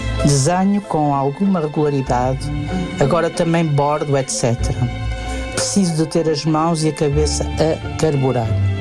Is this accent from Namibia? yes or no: no; Porto, Norte, Portugal; born there; Nasci e moro no Porto